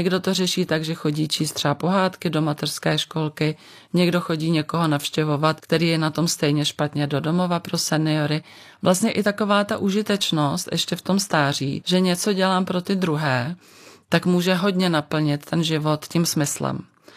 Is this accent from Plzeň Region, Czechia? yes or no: yes; Plzeň, Plzeň Region, Czechia; Ale přeci jenom mám pocit, že ve městě, já pocházím z Plzně, tak tam mi ty seniori říkají